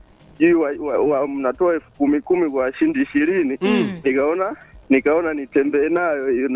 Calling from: Mafinga, Iringa, Tanzania; Natokea Kinyanambo hapa Mafinga.

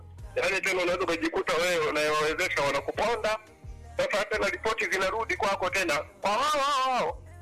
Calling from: Busega District, Simiyu, Tanzania; napiga simu hii kutoka pande za Nasa Nyanganga barabara ya sokoni wilaya Buseka kata ya Nyashimo

